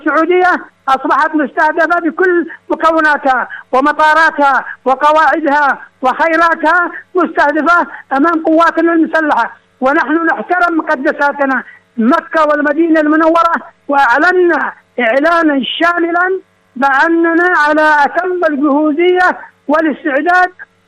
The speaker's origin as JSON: {"language": "Arabic", "country": "Yemen", "said": "ونحن من إخلاقنا وقيمنا كيمنيين"}